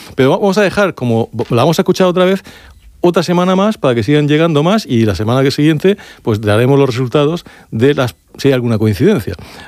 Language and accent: Spanish; Spain; Pues sí, es que así somos los españoles.